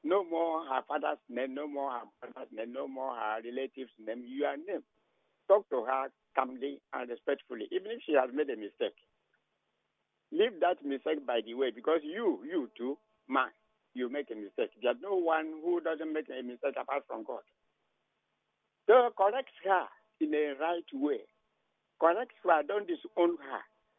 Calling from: Nigeria; I'm calling you from Igrute.

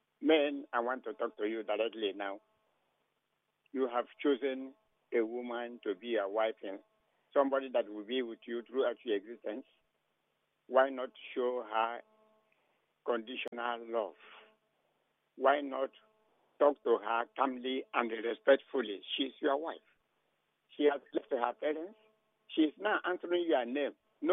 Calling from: Nigeria; I'm calling you from Igrute.

